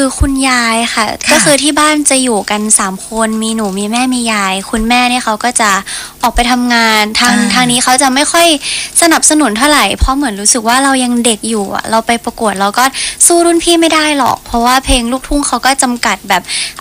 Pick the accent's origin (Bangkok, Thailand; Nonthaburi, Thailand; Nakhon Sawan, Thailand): Nonthaburi, Thailand; born there; now in Nakhon Pathom, Thailand; หนูเกิดนนทบุรีค่ะแต่ว่าตอนนี้อยู่นครปฐม